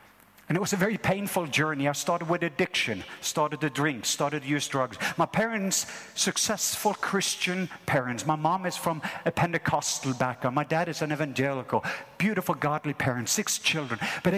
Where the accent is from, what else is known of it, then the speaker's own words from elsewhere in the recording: Norway; when I grew up in Norway, when I was 12 years old